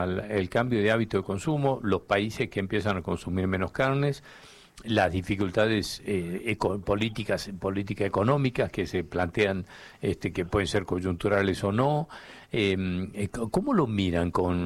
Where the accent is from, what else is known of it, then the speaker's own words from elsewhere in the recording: Argentina; los argentinos